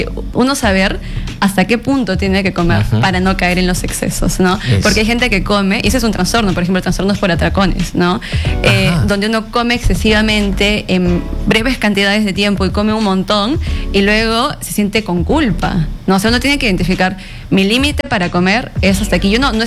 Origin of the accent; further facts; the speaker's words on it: Arequipa, Peru; yo soy de Arequipa.